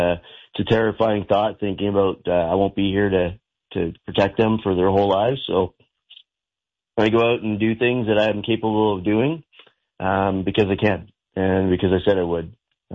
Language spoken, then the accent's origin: English; Alliston, Ontario, Canada; We're also stopping in my hometown of Alliston, Ontario.